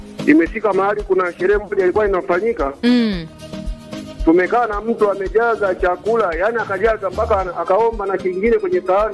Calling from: Iringa, Tanzania; Natokea Iringa vijijini kabisa hapa.

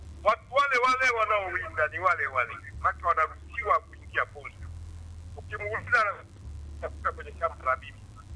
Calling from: Tanzania

